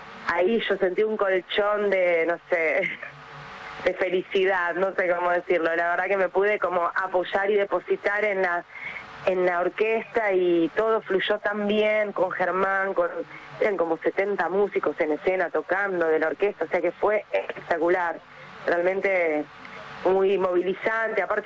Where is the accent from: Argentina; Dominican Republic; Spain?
Argentina; Buenos Aires; yo soy porteña